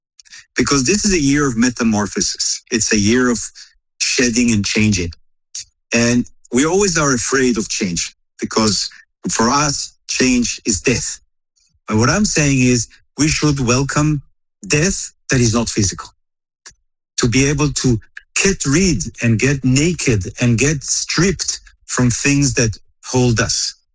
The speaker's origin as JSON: {"language": "English", "country": "Israel", "said": "It was a convertible, you know, like I come from Israel. It was a dream, a Ford Mustang."}